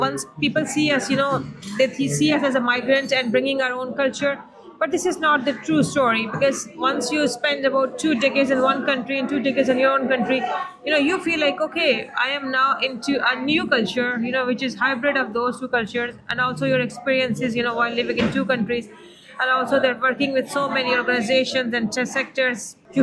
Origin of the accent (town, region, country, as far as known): Cork, Munster, Ireland